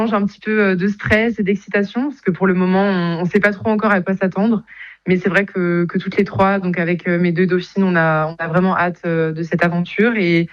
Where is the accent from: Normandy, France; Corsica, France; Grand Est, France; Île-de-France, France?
Grand Est, France; Katzenthal; je suis originaire de Katzenthal, donc c'est quand même une commune viticole, donc j'ai toujours vu les tracteurs, été entouré de vignes, fait des balades dans les vignes